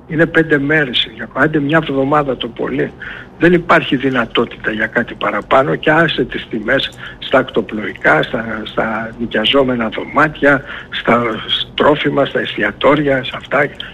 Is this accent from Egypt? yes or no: yes; Egypt; είμαστε από την Αίγυπτο όταν ήρθαμε, πήγαν και δουλέψαν στα άσπρα σπίτια στην Πεσινέ.